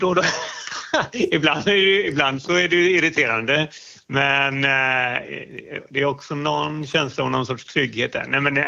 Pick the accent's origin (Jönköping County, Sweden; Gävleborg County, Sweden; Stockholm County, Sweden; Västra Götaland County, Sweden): Västra Götaland County, Sweden; Gothenburg; Jag är uppvuxen på Styrsö, Göteborgs södra skärgård, och när jag började gymnasiet så pendlade jag från Styrsö till en skola som hette Ebbe Liberat som låg ute vid Varbergsgatan ut mot Mölndal.